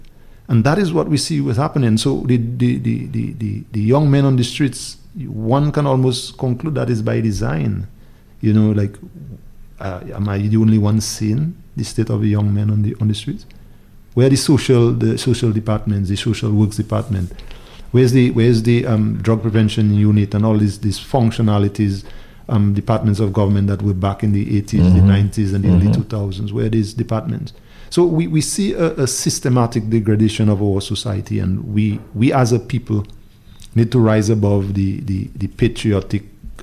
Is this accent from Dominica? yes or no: yes; Dominica